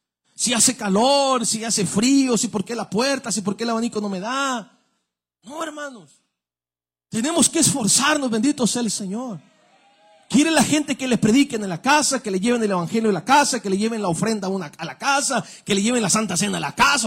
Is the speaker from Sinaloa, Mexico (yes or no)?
no; Apodaca, Nuevo León, Mexico; Somos de México. ¿Quién no conoce un rancho, hermano? Conocemos los ranchos. Si no, en Apodaca hay muchos ranchos. De allá vengo yo